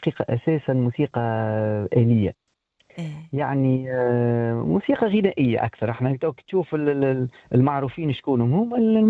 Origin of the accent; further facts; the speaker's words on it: Tunisia; عندنا في تونس